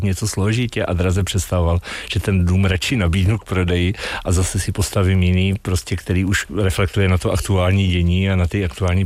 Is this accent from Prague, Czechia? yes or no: no; Pardubice, Pardubice Region, Czechia; moved away as an adult; also born or lived in Olomouc